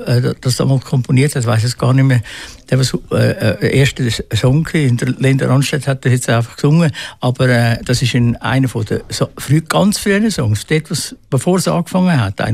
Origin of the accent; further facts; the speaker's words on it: Zurich, Switzerland; also born or lived in Aarau, Aargau; Also ich bin Zürcher, in Zwiediken aufgewachsen wie du, aber ein bisschen mit Abstand. Und auch dort in die Schule gegangen